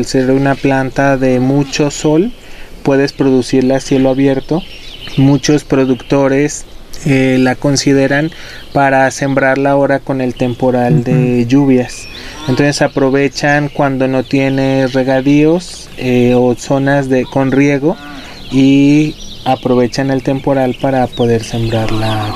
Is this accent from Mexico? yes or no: yes; Mexico; nos da identidad como mexicanos